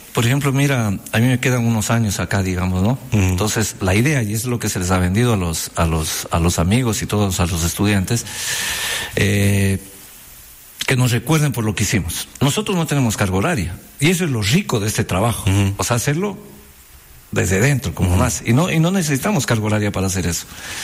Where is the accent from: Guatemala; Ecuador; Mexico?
Ecuador; Loja; Yo soy lojano de Loja.